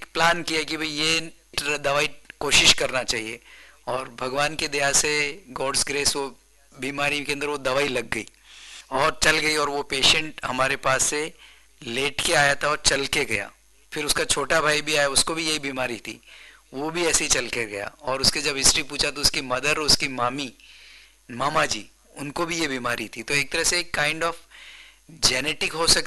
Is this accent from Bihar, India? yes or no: no; Rajasthan, India; मैं राजस्थान का रहने वाला हूँ